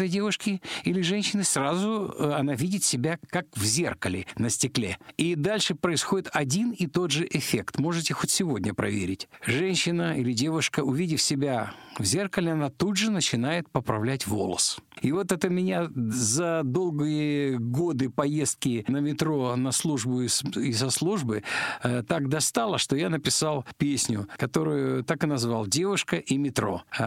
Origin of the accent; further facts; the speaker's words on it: Kazakhstan; now in Moscow, Russia; Я когда, к сожалению, распался наш родной Советский Союз, я переехал из Казахстана в Москву, стал работать в одном месте города Москвы, а жил в другом.